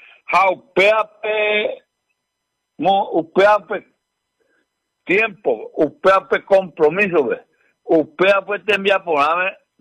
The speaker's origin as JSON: {"language": "Spanish", "country": "Paraguay", "said": "Hoy podemos decir, somos paraguayos"}